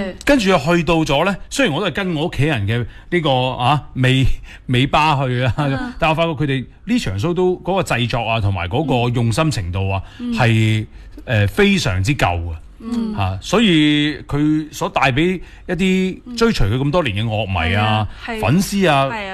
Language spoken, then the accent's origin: Cantonese; Guangdong, China; first language Cantonese; 尤其我哋广东人啦，同埋我哋讲开粤语长大噶嘛